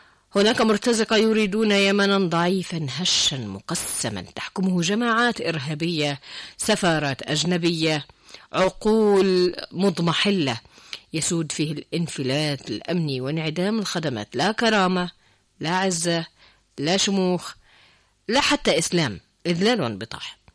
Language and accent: Arabic; Yemen; أنا كيمنية يعني